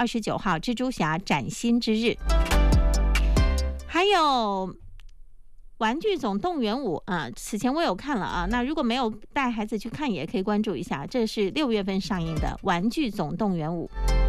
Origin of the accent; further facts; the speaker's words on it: Fujian, China; 尤其是我们闽南人，你看了之后会有很多的一些共情和共鸣点哈